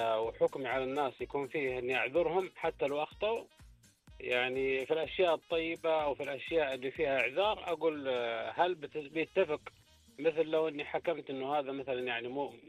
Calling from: Jeddah, Makkah Province, Saudi Arabia

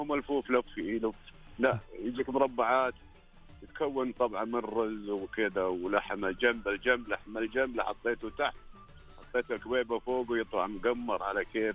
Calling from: Ha'il, Ha'il Province, Saudi Arabia; من مدينه حائل الحبيبه.

